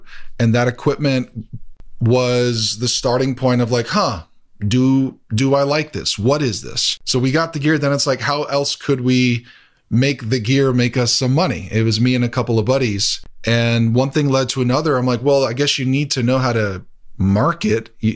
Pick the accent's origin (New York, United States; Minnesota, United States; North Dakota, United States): New York, United States; New York City; I'm a born and raised boy from Queens, New York, classic melting pot. People say, where are you from? What's your background? I'm like, well, my dad's an immigrant from Colombia who came to the U.S. when he was very young, about around 7 years old.